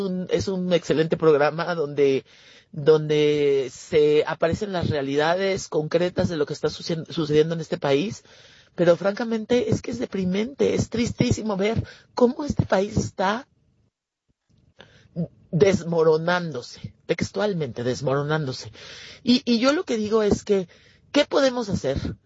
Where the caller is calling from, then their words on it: Mexico City, Mexico; de la Cuauhtémoc.